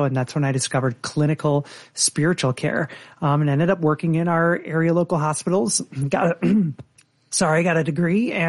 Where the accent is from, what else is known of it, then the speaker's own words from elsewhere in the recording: Michigan, United States; Well, I grew up born and raised here in the state of Michigan, had a couple stops around the country.